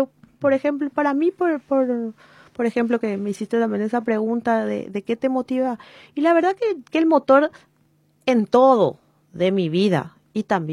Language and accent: Spanish; Asunción, Paraguay; born there